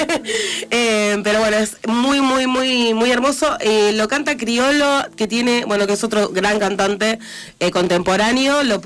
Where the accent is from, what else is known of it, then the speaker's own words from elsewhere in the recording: Rio de Janeiro, Brazil; accent: carioca; Spanish is a second language; now in Argentina; Mi acento es más que nada carioca. Después hay un montón de acentos como tenemos acá en Argentina, obviamente.